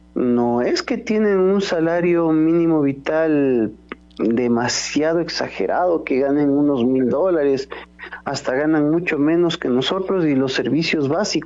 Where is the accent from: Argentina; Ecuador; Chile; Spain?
Ecuador; qué es lo que nosotros estamos aportando como ecuatorianos al país.